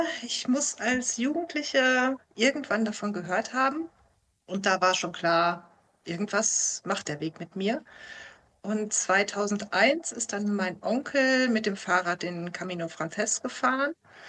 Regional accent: North Rhine-Westphalia, Germany; also direkt im Sauerland von hier aus gesehen, von Paderborn aus gesehen, war mein Elternhaus. Also ich komme ursprünglich aus dem

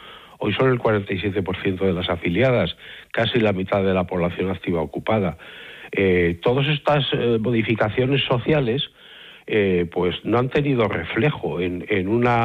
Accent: Burgos, Castile and León, Spain; Yo soy de Burgos, recuerdo aquello que contaban del Cid, de que había ganado una batalla después de muerto.

